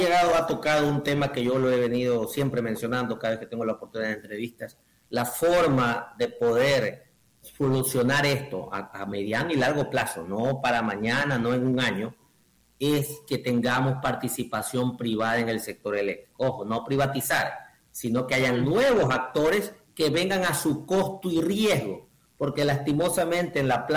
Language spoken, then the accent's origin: Spanish; Ecuador; O sea, somos ecuatorianos, pero sabemos las deficiencias que tiene el sector público.